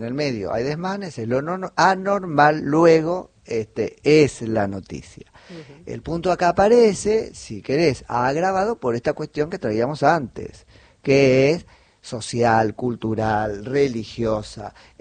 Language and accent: Spanish; Argentina; somos argentinas